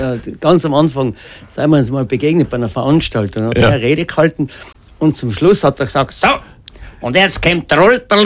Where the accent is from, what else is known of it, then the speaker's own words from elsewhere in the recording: Tyrol, Austria; born there; also born or lived in Styria / Ulten; ich bin ja interessanterweise in der Steiermark geboren.